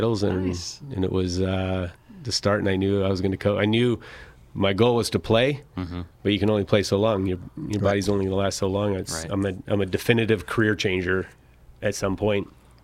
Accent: Vancouver, British Columbia, Canada; moved away; also born or lived in Portland; I grew up a white cap. I played white caps in my youth in the youth academy in Vancouver. Then moved to Portland

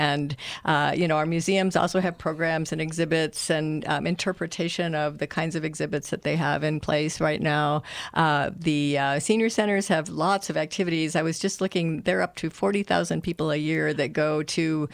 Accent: Illinois, United States; now in Las Cruces, United States; I'm from Illinois originally.

